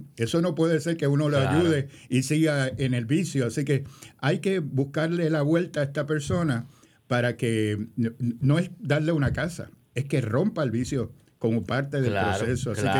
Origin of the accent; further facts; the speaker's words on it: Mayagüez, Puerto Rico; somos de Mayagüez, mi familia, y los mayagüezanos, pues muchos de nosotros envejecemos tarde.